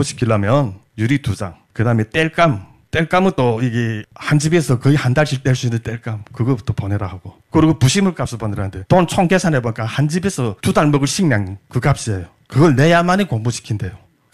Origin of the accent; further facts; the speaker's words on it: North Korea; moved away as an adult; now in South Korea; 그런 생지옥을 저는 직접 목격하면서 야 이거 북한에서 태어난 거 왜 이렇게 후회되고 내가 이 자리에서 이 태어나서 앞으로 살아가는 과정이가 너무나도 아름다운 거예요. 그래도 그런가 보다고 살았어요. 살다가 한국을 오게 된 계기가